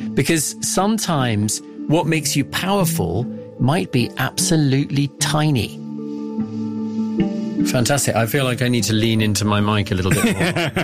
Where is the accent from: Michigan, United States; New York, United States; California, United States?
Michigan, United States; Detroit; born there; accent: British; I am actually American in spite of my accent, which makes me sound very British. I was born in Detroit and I've lived a lot of my life outside of the US